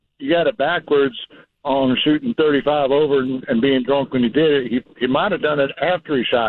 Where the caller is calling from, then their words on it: Forney, Texas, United States; This is your … out in Forney.